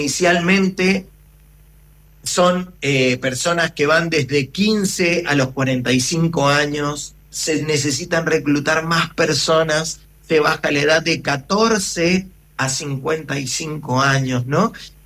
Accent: Argentina; y nosotros como argentinos, como alumnos que hemos ido a la escuela y nos han enseñado de alguna manera la gesta libertadora

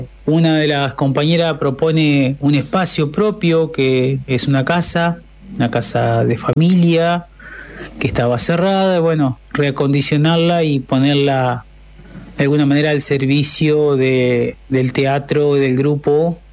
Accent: Santa Elena, Entre Ríos, Argentina; de Santa Elena, Entre Ríos.

